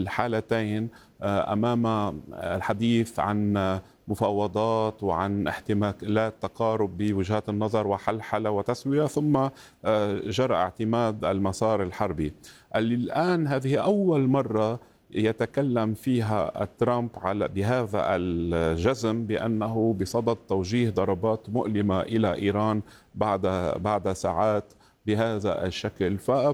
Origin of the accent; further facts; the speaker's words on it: Lebanon; وخاصة أني آتي من لبنان ونحن نعيش في ظل حروب مستمرة